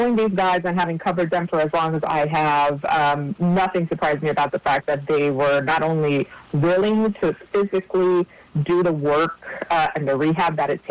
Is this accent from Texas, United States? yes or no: no; Miami, Florida, United States; I grew up in the East Coast. I grew up in Miami